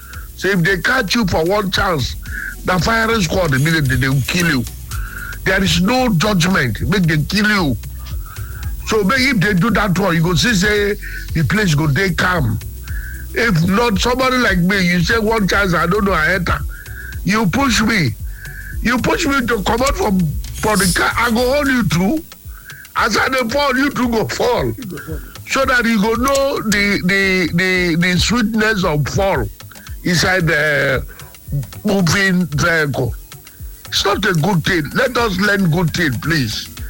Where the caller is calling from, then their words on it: Okrika, Rivers, Nigeria; calling from Okrika.